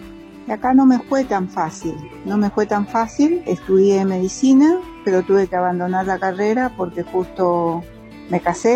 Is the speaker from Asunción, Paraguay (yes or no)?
no; Concepción, Paraguay; now in Buenos Aires, Argentina; Yo soy oriunda de Concepción, Paraguay. Me están escuchando desde el barrio de Pompeya, de Buenos Aires.